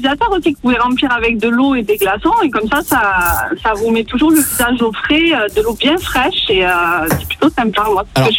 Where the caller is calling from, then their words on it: Morières-lès-Avignon, Provence-Alpes-Côte d'Azur, France; Je suis de Morières-les-Avignon, à côté d'Avignon, petit village.